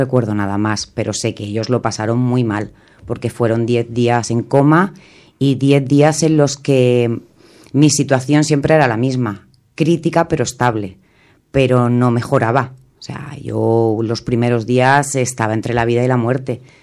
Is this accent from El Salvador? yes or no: no; Montornès del Vallès, Catalonia, Spain; Pues es mi pueblo. Yo me crié aquí, nací aquí, me casé aquí, tuve mis hijos aquí, trabajaba en Montornés, o sea, es mi pueblo.